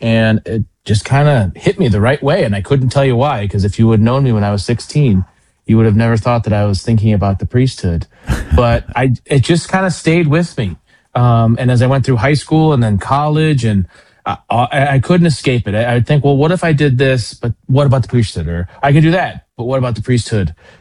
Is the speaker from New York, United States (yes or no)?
no; St. Louis, Missouri, United States; my hometown of St. Louis